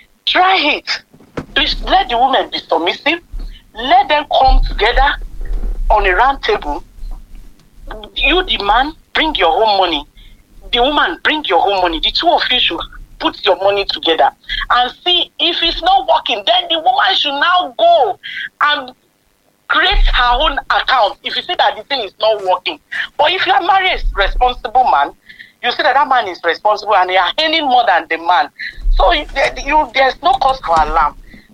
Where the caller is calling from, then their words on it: Indonesia; calling from Indonesia.